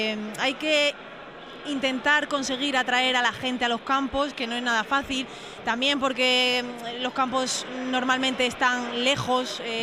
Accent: Villanueva de la Serena, Extremadura, Spain; yo soy de Extremadura, soy de Villanueva de la Serena

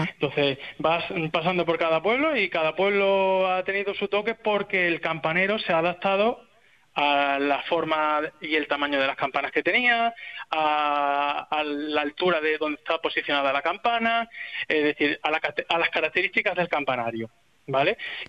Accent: Alange, Extremadura, Spain; te pongo el ejemplo de mi pueblo, yo soy de Alange

